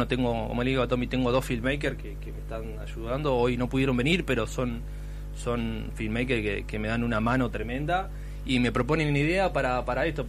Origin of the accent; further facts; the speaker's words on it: General Roca, Río Negro, Argentina; Yo soy de Roca.